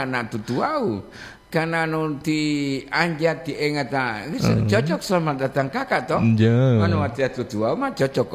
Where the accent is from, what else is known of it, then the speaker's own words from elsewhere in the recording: Gorontalo, Indonesia; saya jawab tadi Gorontalo. Saya asli Gorontalo.